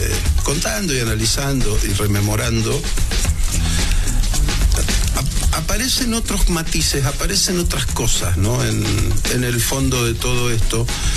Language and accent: Spanish; Argentina; lo que somos los argentinos